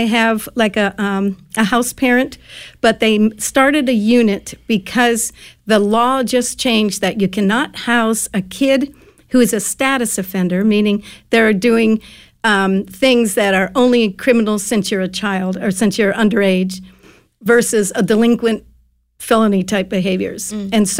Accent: Hawaii, United States; moved away as an adult; also born or lived in Connecticut; in college, I moved from Hawaii to Connecticut

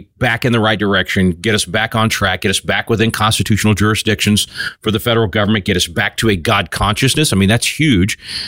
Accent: Texas, United States; Man, so much going on in my home state of Texas

